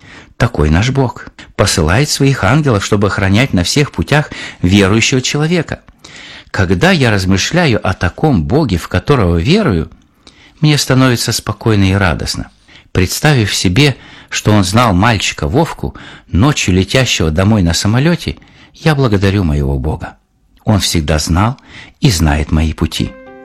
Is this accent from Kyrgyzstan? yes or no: yes; Bishkek, Chüy Region, Kyrgyzstan; день я прождал свой рейс на Фрунзе. Улетал из Ташкента вечером. И всего через 40 минут мы прилетели в мой родной город.